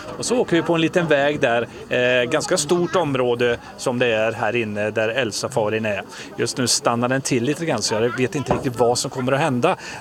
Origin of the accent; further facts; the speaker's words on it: Arvika, Värmland, Sweden; Det hände faktiskt mig när jag gick i skolan hemma i Arvika.